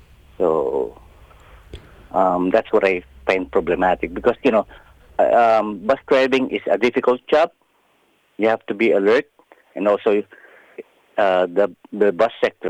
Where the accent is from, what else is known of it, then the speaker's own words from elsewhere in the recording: Philippines; English is a second language; now in New Zealand; Philippines is also English really widely spoken. It's our second language.